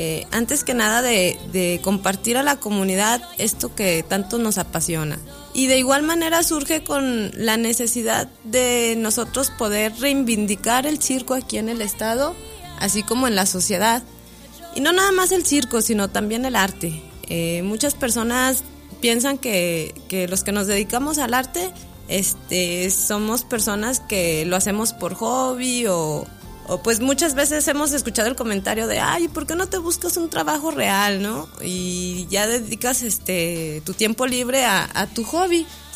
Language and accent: Spanish; Durango, Mexico; Mi compañero es de Culiacán y yo soy de aquí, de Durango.